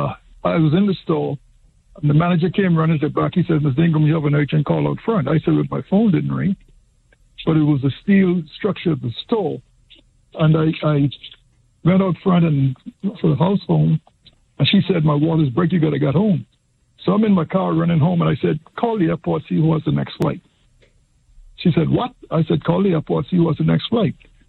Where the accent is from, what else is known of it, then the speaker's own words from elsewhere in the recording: Bahamas; I'm from the Bahamas, and my family were, my grandmother was custodian for the church.